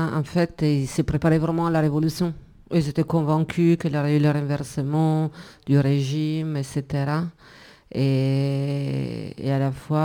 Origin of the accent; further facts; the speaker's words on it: Italy; C'est pas parce que je suis italienne.